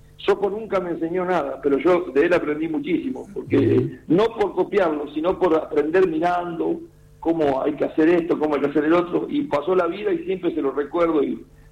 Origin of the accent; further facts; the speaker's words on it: Chacabuco, Buenos Aires Province, Argentina; moved away as an adult; now in Colón, Argentina; Soy criado en Chacabuco y sí, hace 32 que vivo en Colón.